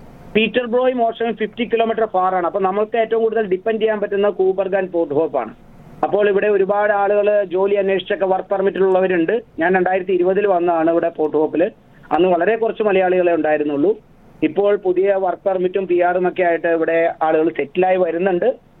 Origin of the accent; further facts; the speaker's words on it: Kerala, India; ഞാൻ എറണാകുളം ജില്ലയിൽ നിന്നാണ് ഇവിടേക്ക് വന്നത്.